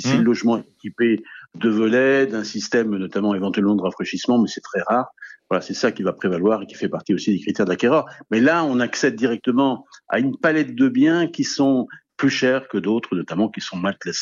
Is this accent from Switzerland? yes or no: no; Brittany, France; Voilà, je suis breton, c'est pour ça que je suis un peu chauvin.